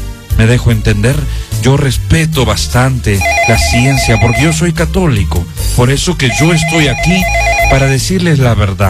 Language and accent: Spanish; Argentina; moved away as an adult; also born or lived in northern Peru; now in Cajamarca, Peru; Yo soy argentino, trabajando por más de 13 años en el norte del Perú, por primera vez aquí en Cajamarca